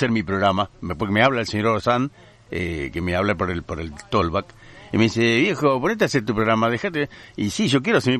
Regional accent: Colón, Montevideo, Uruguay; Digo, yo soy de Colón, pero me he disociado y me siento de Tacuarembó.

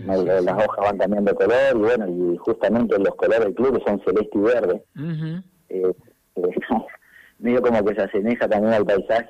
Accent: Lago Puelo, Chubut, Argentina; soy de Lago Puelo, me crié en Frontera

